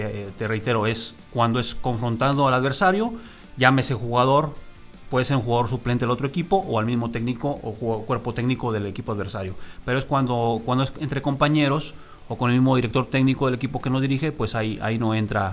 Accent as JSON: {"language": "Spanish", "town": "Tecate", "region": "Baja California", "country": "Mexico", "tie": "born or raised there", "also_born_or_lived": "Mexico City", "said": "en la ciudad que yo crezco, donde yo me desarrollo, porque soy nacido en la Ciudad de México, pero crezco en la ciudad de Tecate, California"}